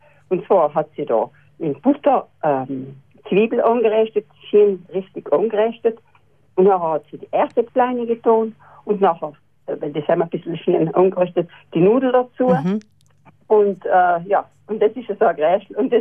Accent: Austria; Ich bin ja aus Österreich. Und bei uns gibt es in Wien den Grenadiermarsch.

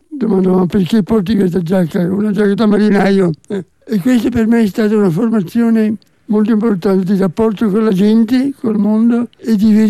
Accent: Genoa, Liguria, Italy; moved away; also born or lived in Tuscany; In Toscana sono solamente nato, vivevamo a Genova. La mia prima giovinezza fino al liceo stavamo a Genova, dove papà lavorava.

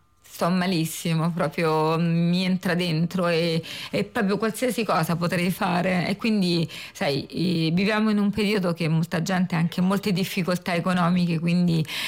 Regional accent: Rome, Lazio, Italy; Ma quale periferia? Noi siamo del Roma Nord.

